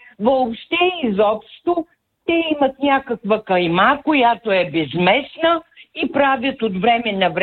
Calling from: Asenovgrad, Plovdiv Province, Bulgaria; от Асеновград, аз съм ви постоянна на телефона.

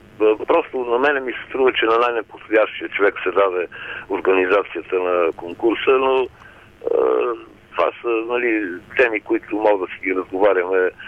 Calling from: Sofia, Sofia City, Bulgaria; аз съм софиянец, много стар софиянец

